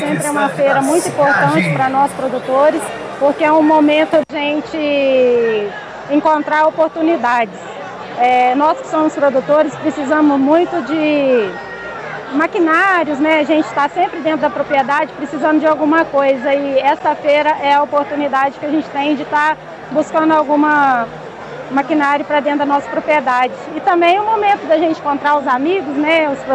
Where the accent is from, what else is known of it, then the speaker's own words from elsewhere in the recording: Alto Jequitibá, Minas Gerais, Brazil; Sou de Alto Jequitibá e sou produtora de cafés especiais.